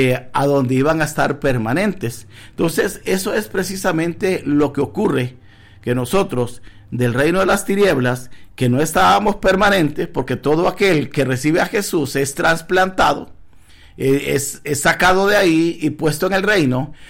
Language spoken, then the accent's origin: Spanish; Guanacaste, Costa Rica; now in Escazú, Costa Rica; Yo tuve una experiencia cuando vine de mi tierra, Guanacaste, hacia Escazú. Entonces, en Escazú, el primer trabajo que tuvimos nosotros fue ir a coger café.